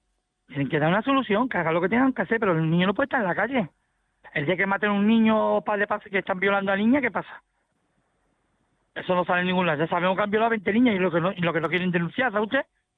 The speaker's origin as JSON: {"language": "Spanish", "country": "Spain", "said": "Somos ciudadanos españoles. Nosotros no sentimos más españoles que nadie."}